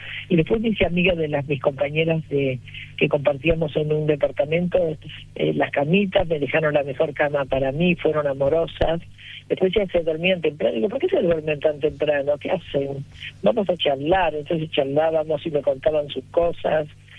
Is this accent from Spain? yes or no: no; Argentina; espectadores argentinos en mi país